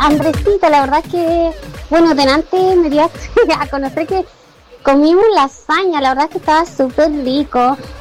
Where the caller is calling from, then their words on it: Maquehue, Araucanía, Chile; sector de Maquegua al campo, la verdad es que es sumamente helado